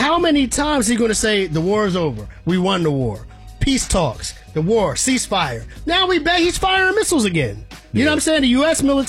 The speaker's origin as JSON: {"language": "English", "town": "New York City", "region": "New York", "country": "United States", "said": "especially as a New Yorker, Mayor Mamdani was successful."}